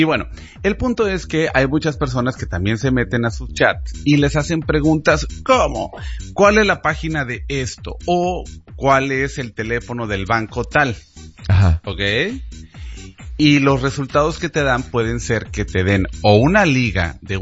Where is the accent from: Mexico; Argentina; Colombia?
Mexico; Si somos mexicanos, nosotros ni nos damos cuenta porque pues nosotros aquí llegamos a nuestro país y no nos cobran por entrar